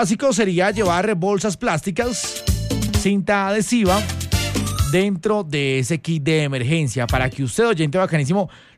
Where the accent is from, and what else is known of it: Colombia